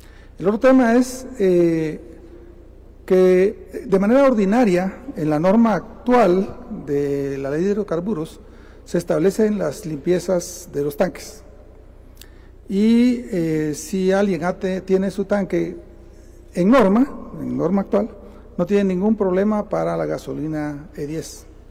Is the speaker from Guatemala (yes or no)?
yes; Guatemala; porque somos guatemaltecos y al final dejamos un poquito las cosas para tarde.